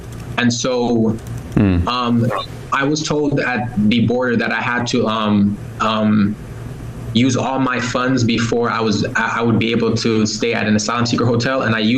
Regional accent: Wimbledon, London, United Kingdom; born there; Well, I was born in the United Kingdom. So I've been born at the Wimbledon Hospital. The Wimbledon Hospital is actually a 5-minute walk away from me right now. And I have always viewed myself as a British person.

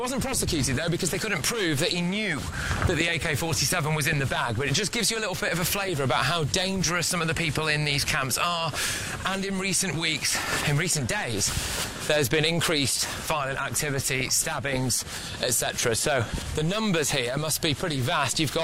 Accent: United Kingdom; It's just because you're trying to come to Britain and I'm from Britain.

